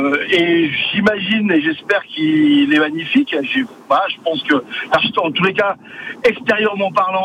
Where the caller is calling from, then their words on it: Dijon, Bourgogne-Franche-Comté, France; Et je suis à Dijon depuis les années 80.